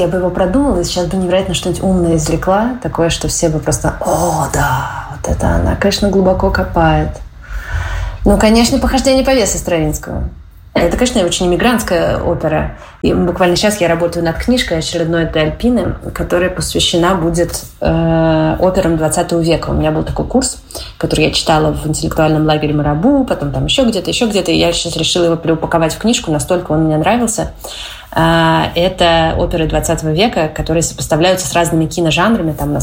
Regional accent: Moscow, Russia; moved away as an adult; я родилась и выросла в Москве

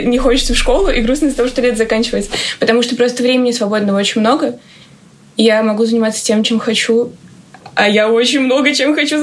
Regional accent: Moscow, Russia; я из Москвы, мне 17 лет

